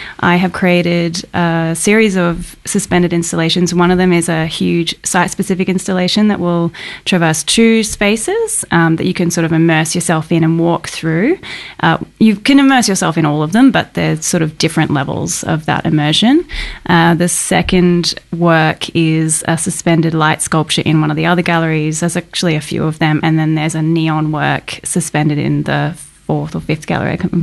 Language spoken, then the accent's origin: English; Brisbane, Queensland, Australia; moved away; I'm actually from Brisbane as well.